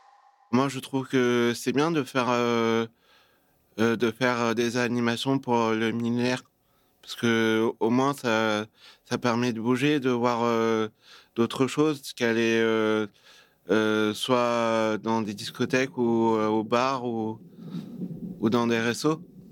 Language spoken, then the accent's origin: French; Caen, Normandy, France; moved away; also born or lived in Alpes-Maritimes / Paris; Je suis né à Caen le 17 janvier 1991. Je travaille à Hérouville dans un ESAT. Je fais du conditionnement. J'ai habité à Caen à côté de la prairie quand j'étais tout petit.